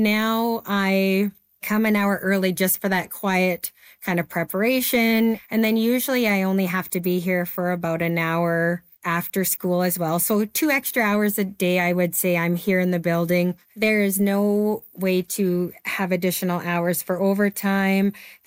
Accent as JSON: {"language": "English", "town": "Lethbridge", "region": "Alberta", "country": "Canada", "said": "I am from Lethbridge, Alberta."}